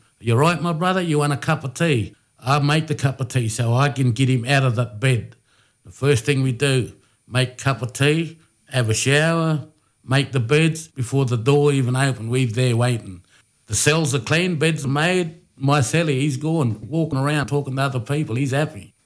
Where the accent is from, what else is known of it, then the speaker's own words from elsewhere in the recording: Brewarrina, New South Wales, Australia; I'm from Bree Warrina. My tribe is Murawari.